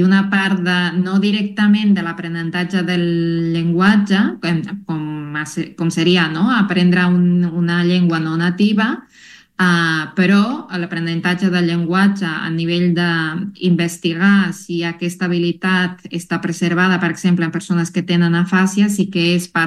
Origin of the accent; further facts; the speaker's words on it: La Paz, Bolivia; Les persones més de muntanya, diguem, de la regió d'on vinc, de La Paz, potser, no? La societat és una miqueta més conservadora.